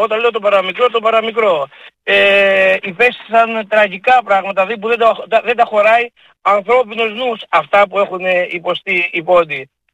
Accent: Pampalio, Western Greece, Greece; 19η Μαΐου το χωριό μου τον Παμπαλιό και γενικά την Έτωλο Ακαρνανία

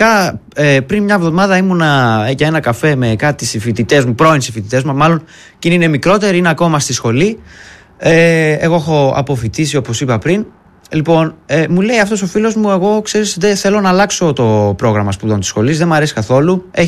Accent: Thessaloniki, Central Macedonia, Greece; Θεσσαλονίκη.

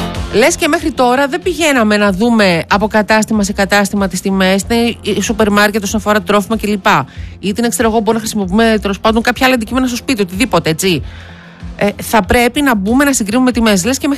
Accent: Thessaloniki, Central Macedonia, Greece; Καλημέρα στον Απόστολο από Θεσσαλονίκη, εδώ πέρα από την πόλη μου.

